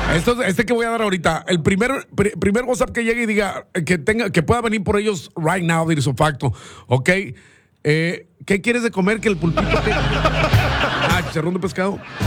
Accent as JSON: {"language": "Spanish", "town": "Monterrey", "region": "Nuevo León", "country": "Mexico", "tie": "born there", "said": "la zona metropolitana de Monterrey, Nuevo León, México, tierra que me vio nacer."}